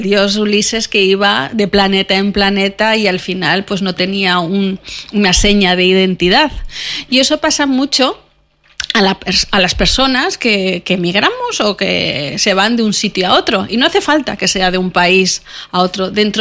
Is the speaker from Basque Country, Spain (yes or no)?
yes; San Sebastián, Basque Country, Spain; moved away; Yo vengo de San Sebastián, yo soy vasca, llevo aquí ya muchísimos años.